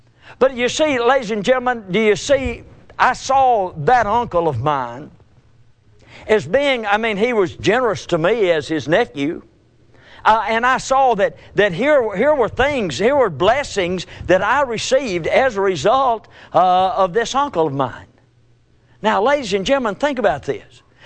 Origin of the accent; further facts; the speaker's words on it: Chattanooga, Tennessee, United States; I was, of course, growing up in Chattanooga, Tennessee